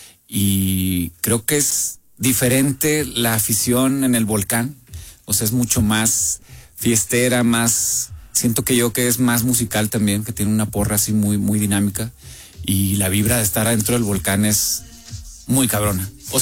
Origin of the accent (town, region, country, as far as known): Monterrey, Nuevo León, Mexico; born or raised there